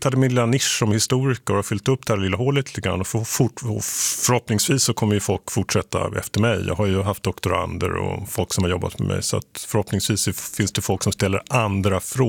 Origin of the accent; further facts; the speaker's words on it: Sweden; som svensk så kommer man dit så blir man lite så här, jag var förvånad första gången jag kom dit faktiskt.